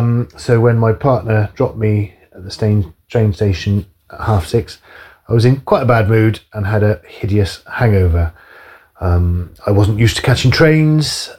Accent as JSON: {"language": "English", "town": "Bristol", "region": "South West England", "country": "United Kingdom", "tie": "born or raised there", "said": "But growing up in Bristol, we didn't have a metro or an underground. And the two major train stations in Bristol just, to me, have always seemed like somewhere where business people go to London and come back late on the evening."}